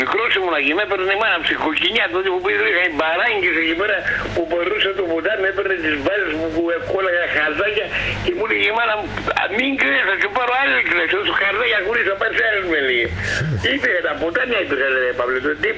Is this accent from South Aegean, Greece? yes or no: no; Drapetsona, Kokkinia, Attica, Greece; born there; moved away; εγώ την παιδική μου ηλικία την πέρασα στο Χαϊδάρι, στο Δραπετσόνα, στο Κοκκινιά. Ήμουν από Τσιρικά.